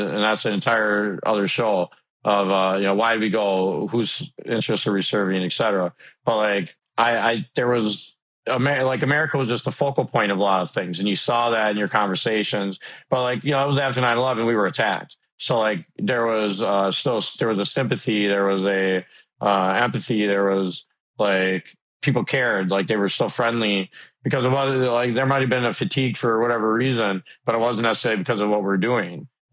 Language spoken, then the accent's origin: English; Minnesota, United States; my home state, Minnesota, with you know, all the ICE activity